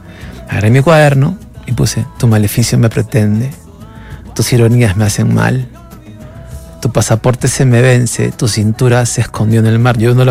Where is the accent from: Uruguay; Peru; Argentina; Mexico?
Peru